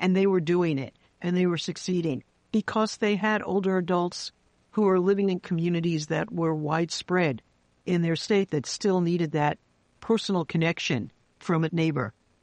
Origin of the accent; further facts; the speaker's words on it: New York City, New York, United States; this is not a great example because I'm a New Yorker, so I talk fast